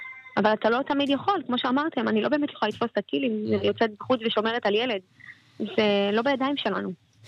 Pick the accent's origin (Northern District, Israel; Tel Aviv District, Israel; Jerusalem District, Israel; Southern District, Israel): Northern District, Israel; Kiryat Shmona; born there; אני נולדתי פה. אני נולדתי פה.